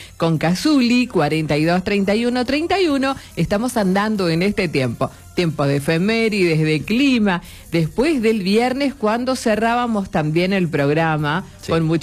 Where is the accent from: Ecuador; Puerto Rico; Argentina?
Argentina; así somos los argentinos, intensos.